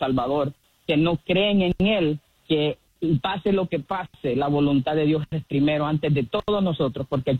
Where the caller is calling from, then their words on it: Nashville, Tennessee, United States; Reportándose de Nashville, Tennessee.